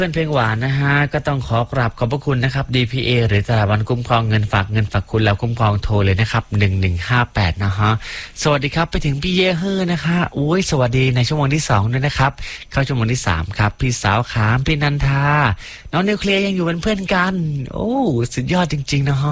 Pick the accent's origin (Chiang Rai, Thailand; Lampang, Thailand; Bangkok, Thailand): Chiang Rai, Thailand; Mae Sai; now in Chiang Mai, Thailand; ผมก็เป็นคนแม่สายนะครับแล้วก็มาอยู่เจียงใหม่